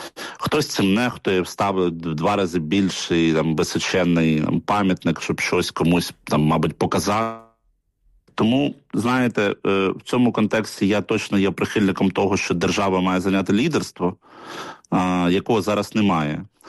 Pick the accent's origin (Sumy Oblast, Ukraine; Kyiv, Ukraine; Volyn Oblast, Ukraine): Kyiv, Ukraine; В моєму рідному місті Києві на Майдані